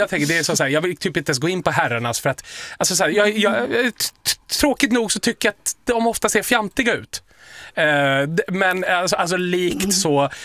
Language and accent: Swedish; Dala-Floda, Dalarna County, Sweden; jag är en representant utsänd från Dala-Floda för att jag har bakgrund där. Jag är dalmas, det kanske du hör, om du kan dialekter också.